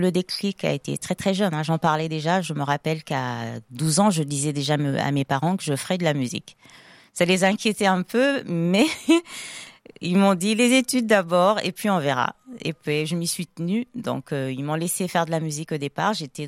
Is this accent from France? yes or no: no; DR Congo; moved away; je suis originaire du Congo, de la RDC.